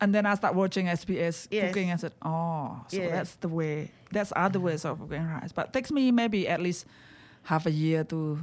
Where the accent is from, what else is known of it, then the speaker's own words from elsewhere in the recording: Java, Indonesia; English is a second language; moved away; This is me growing up in Java.